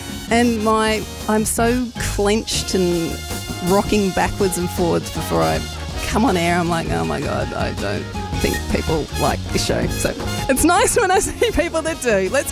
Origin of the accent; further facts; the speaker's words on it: Tasmania, Australia; now in Melbourne, Australia; I'm from Tassie originally, and when I moved here